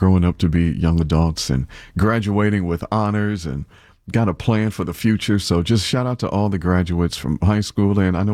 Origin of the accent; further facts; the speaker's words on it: Dayton, Ohio, United States; moved away; back home in my hometown of Dayton, Ohio